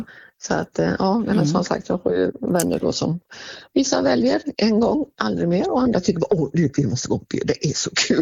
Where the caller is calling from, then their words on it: Sweden; Jag är ju svensk absolut i mitt själ och hjärta